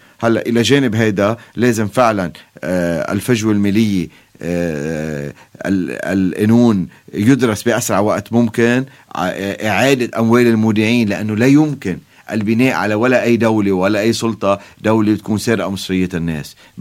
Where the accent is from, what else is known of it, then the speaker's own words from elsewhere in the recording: Lebanon; أنا شخصيا كمواطن لبناني وكسياسي لبناني